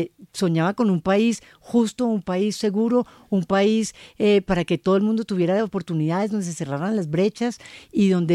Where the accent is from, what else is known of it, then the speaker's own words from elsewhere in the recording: Colombia; lo digo como colombiana.